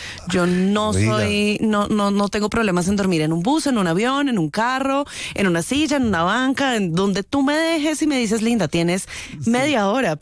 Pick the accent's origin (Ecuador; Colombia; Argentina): Colombia; Bogotá, Bogotá Capital District; yo soy bogotana, orgullosamente.